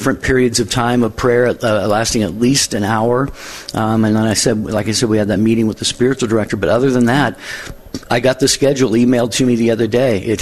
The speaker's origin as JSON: {"language": "English", "country": "Samoa", "tie": "born or raised there", "lives_now": "Texas, United States", "said": "raised in a Catholic church in Samoa, and I'm listening from Texas"}